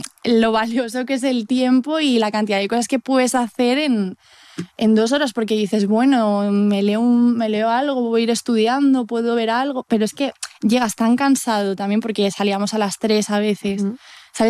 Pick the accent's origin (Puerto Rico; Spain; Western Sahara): Spain; Madrid, Community of Madrid; yo soy de Carabanchel, entonces desde Carabanchel hasta Alcalá de Henares, pues son 2 horas en Renfe, más o menos.